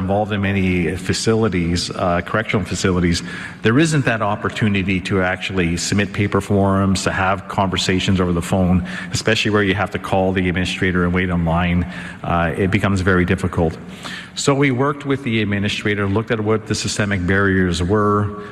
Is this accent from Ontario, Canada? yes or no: no; Garden Hill First Nation, Manitoba, Canada; I am a citizen of Garden Hill First Nation.